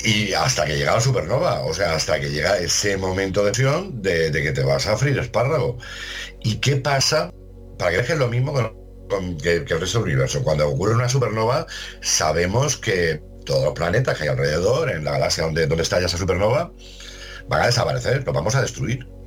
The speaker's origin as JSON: {"language": "Spanish", "country": "Spain", "said": "Y soy español."}